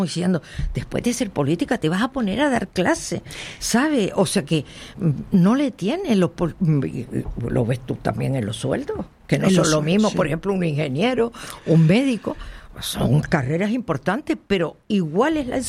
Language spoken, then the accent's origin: Spanish; Canary Islands, Spain; born there; A mí cuando me dicen, ¿tú eres canaria? Digo, sí. Yo me siento canaria total, porque aquí nací y aquí estoy. Pero al mismo tiempo soy europea, soy africana también, soy ciudadana del mundo.